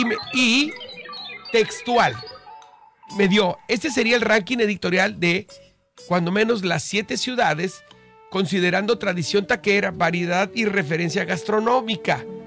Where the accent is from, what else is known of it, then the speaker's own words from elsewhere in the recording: Tijuana, Baja California, Mexico; Nosotros somos tijuanenses